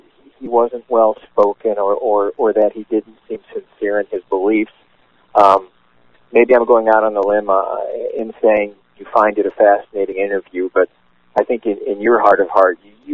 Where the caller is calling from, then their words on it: Santa Rosa, California, United States; from Santa Rosa.